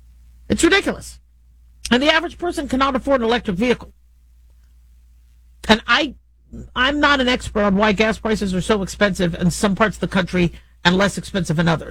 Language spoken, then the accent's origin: English; United States; I'm not Republican or Democrat. I'm common sense. I'm American.